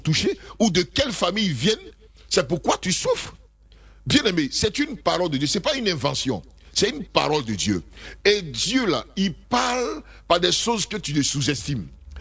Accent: Côte d’Ivoire; Ça veut dire, aujourd'hui, on est ivoirien.

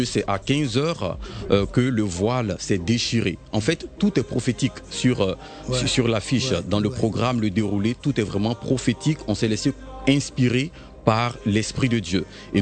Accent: Côte d’Ivoire; now in Bordeaux, France; il fallait que je retourne dans mon pays d'origine

